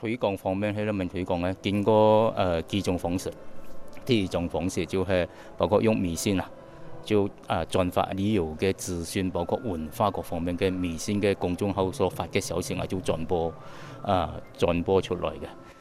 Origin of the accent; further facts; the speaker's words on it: Malaysia; 仲有我哋马来西亚人识款喜欢系一样东西，客家酿酒。